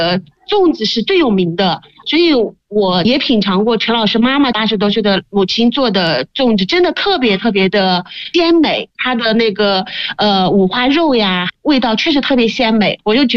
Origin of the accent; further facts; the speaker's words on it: Jining, Shandong, China; 我是山东鲁西南，山东济宁。